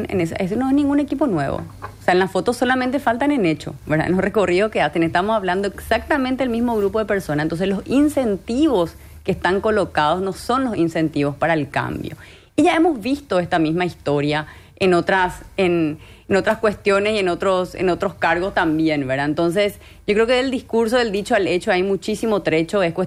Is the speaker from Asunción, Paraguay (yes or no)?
yes; Asunción, Paraguay; Como hija de esta ciudad, nací, crecí, me malcrié en Asunción